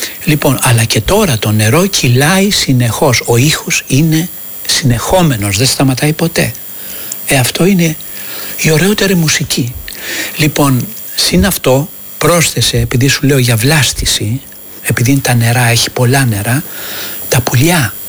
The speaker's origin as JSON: {"language": "Greek", "town": "Kallithea", "region": "Attica", "country": "Greece", "tie": "born there", "said": "Εγώ γεννήθηκα εδώ, στην Καλυθέα, στην Αττική. Στην Καλυθέα, κοντά στην Τζιτζιφιές."}